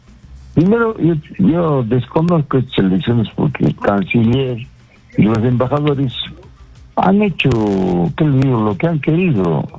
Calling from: Cusco, Peru; Yo, por ejemplo, los de Cusco

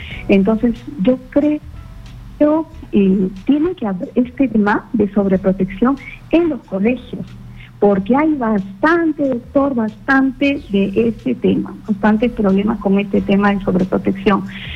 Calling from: Chaclacayo, Lima, Peru; De Chaclacayo, ….

